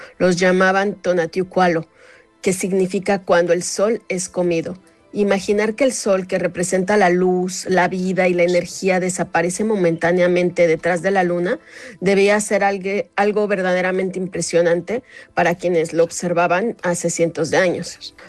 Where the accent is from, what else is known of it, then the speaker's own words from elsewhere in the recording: Mexico; now in Barcelona, Spain; soy mexicana, y aunque llevo ya 26 años viviendo en Barcelona